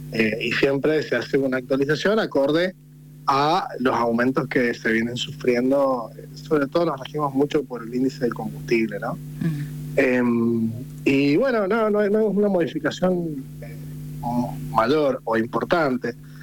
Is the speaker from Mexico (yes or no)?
no; Valle Fértil, San Juan, Argentina; nosotros los residentes vallistos